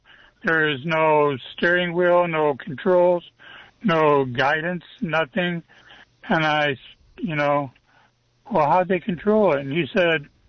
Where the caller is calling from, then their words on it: Aptos, California, United States; I live in Aptos.